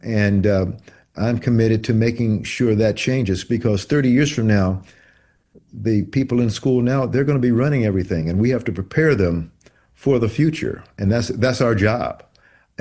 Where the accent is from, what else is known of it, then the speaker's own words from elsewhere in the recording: Detroit, Michigan, United States; now in California, United States; growing up in Detroit